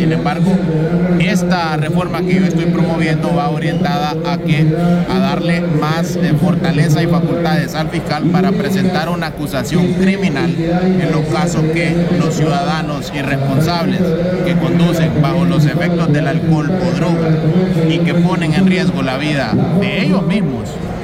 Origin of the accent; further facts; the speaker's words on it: Honduras; Como hondureños, nosotros tenemos que poner de nuestra parte.